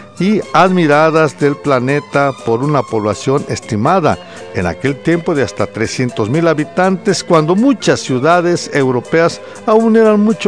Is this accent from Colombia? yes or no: no; Mexico; los que somos mexicanos